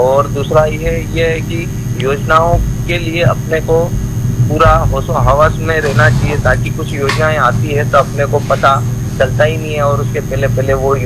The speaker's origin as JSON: {"language": "Hindi", "town": "Jodhpur", "region": "Madhya Pradesh", "country": "India", "said": "मैं ग्राम जोधपुर तहसील Manawar district धारता MP का निवासी हूँ।"}